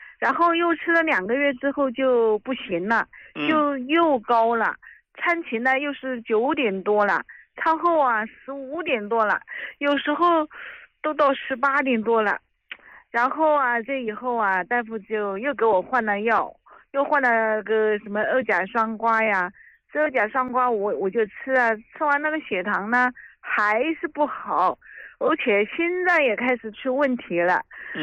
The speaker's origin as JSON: {"language": "Chinese", "region": "Hubei", "country": "China", "said": "我家是湖北的，"}